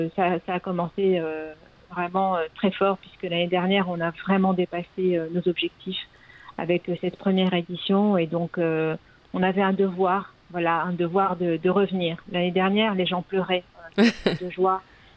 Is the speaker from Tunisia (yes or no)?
yes; Djerba, Medenine, Tunisia; Et à Djerba chez nous, en Tunisie, parce qu'on le mérite.